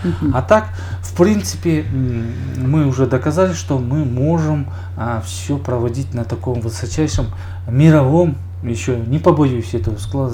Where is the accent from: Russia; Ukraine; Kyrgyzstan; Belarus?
Kyrgyzstan